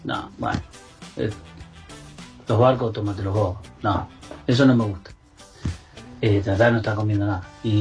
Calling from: Florida, Buenos Aires Province, Argentina

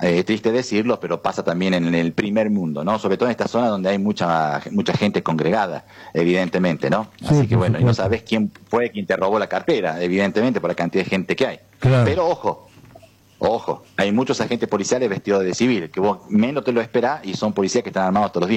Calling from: Rome, Lazio, Italy; Estoy en una zona semicéntrica que se llama Eure, fundamentalmente una zona un poquito nuevita, digamos, de la capital italiana, sobre el sur, yendo hacia la costa.

